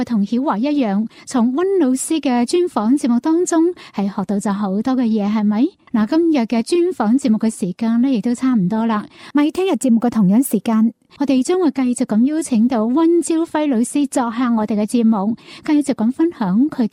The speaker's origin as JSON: {"language": "Cantonese", "region": "Lingnan", "country": "China", "said": "我哋岭南人嘅嗰种比较注重同大自然融为一体、和谐，创造一个和谐嘅生存环境"}